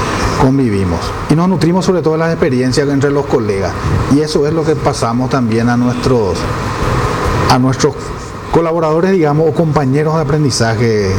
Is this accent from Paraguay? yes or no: yes; Paraguay